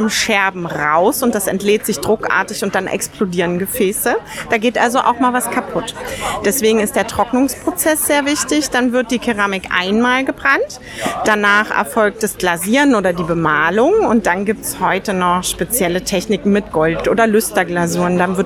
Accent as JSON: {"language": "German", "town": "Cottbus", "region": "Brandenburg", "country": "Germany", "tie": "born there", "said": "ich stamme gebürtig aus Cottbus, das ist ganz in der Nähe vom Spreewald, wollte mir dann gerne ein Grundstück hier im Hotspot leisten. Da hatte ich das Geld schlichtweg nicht und habe mir einen Bauernhof sozusagen im Randspreewald gegönnt."}